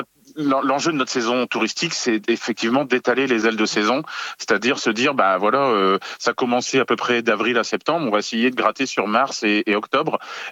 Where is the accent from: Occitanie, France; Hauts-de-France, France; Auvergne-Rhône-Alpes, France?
Hauts-de-France, France; chez nous, dans le Nord